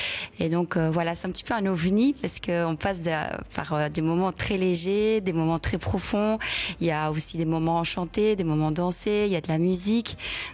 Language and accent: French; Wallonia, Belgium; Moi, je viens du Hainaut, donc beaucoup d'accents, beaucoup d'archétypes.